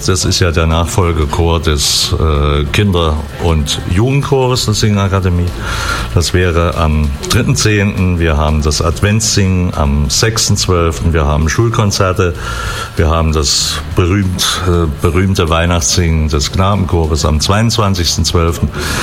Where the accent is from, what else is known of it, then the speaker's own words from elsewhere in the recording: Thuringia, Germany; Das als Thüringer mal original zu sagen.